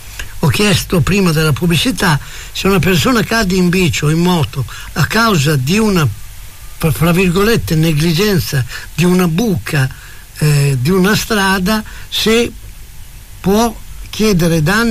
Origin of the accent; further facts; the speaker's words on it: Bologna, Emilia-Romagna, Italy; born there; io quando sono nato a San Luca andavo in quel bosco meraviglioso.